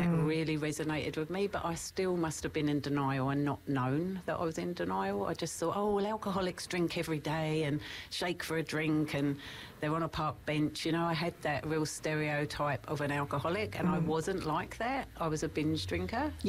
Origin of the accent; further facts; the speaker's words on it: England, United Kingdom; moved away; I come from a family of big drinkers. You know, I come from England.